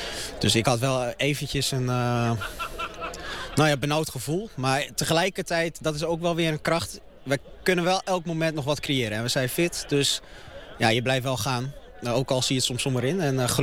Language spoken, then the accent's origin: Dutch; Assen, Drenthe, Netherlands; Ik kom hier uit Assen, ik ken alle mensen hier.